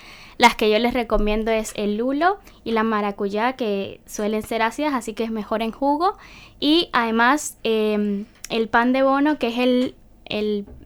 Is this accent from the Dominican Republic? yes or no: no; Colombia; Bueno, tengo 23 años. Como mencionaron, soy de Colombia y estoy en el último año de la carrera en nutrición.